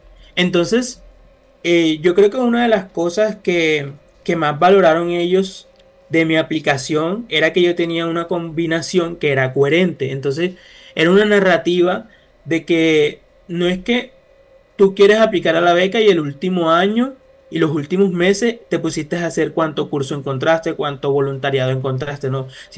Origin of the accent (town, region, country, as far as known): Colombia; now in Istanbul, Turkey